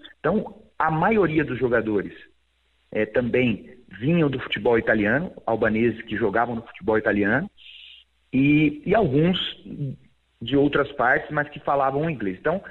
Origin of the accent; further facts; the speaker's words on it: Brazil; nós, como brasileiros